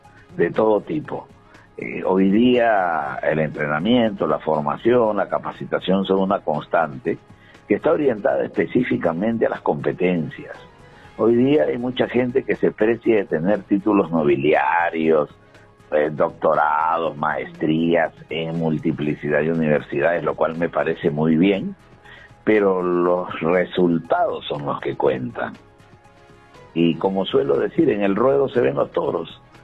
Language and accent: Spanish; Peru; Nosotros hemos nacido en el Perú y somos peruanos.